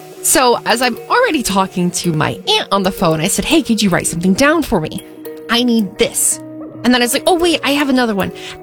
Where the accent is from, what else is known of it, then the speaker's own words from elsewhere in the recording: Georgia, United States; moved away; my hometown in Georgia